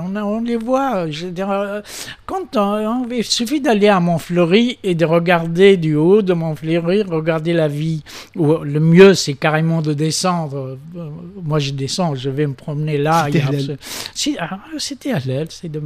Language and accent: French; Tunisia; moi, quand je suis tunisien, je suis fier d'être tunisien, pas pour des raisons nationalistes, parce que justement, c'est mon pays